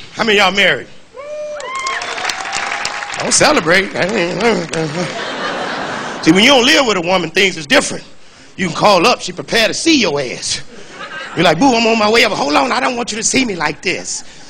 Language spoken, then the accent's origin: English; Chicago, Illinois, United States; You see, I'm from the Midwest. I'm from Chicago. That's right, the Chi-Town where we party at.